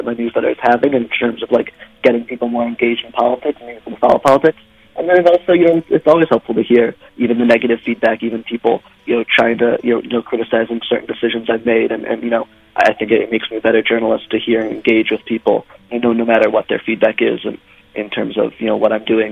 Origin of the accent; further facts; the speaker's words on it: St. Louis, Missouri, United States; now in Washington, United States; St. Louis, Missouri.